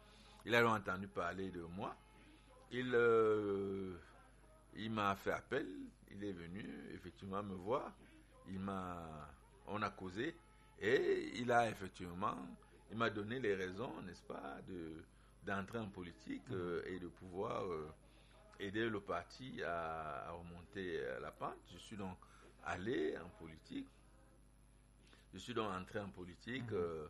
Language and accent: French; Maroua, Far North, Cameroon; moved away; ma mère est une femme tout pourrie donc de Maroua, où j'ai grandi à Maroua. Donc, j'ai ma famille maternelle là-bas